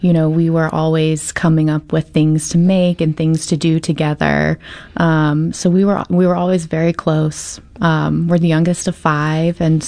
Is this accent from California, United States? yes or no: no; Apopka, Florida, United States; We grew up on Golden Gem Road in Apopka, Florida. And, amongst the orange groves, we had a really fun childhood out there, and it was kind of out in the country.